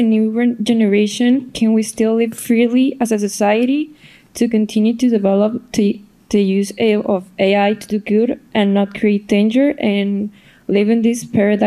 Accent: Tijuana, Baja California, Mexico; I'm from Tijuana, Mexico.

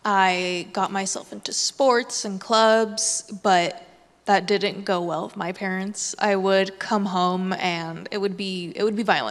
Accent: Los Angeles, California, United States; moved away as an adult; now in Santa Barbara, United States; I grew up in LA, raised and born, or born and raised, actually, not the reverse.

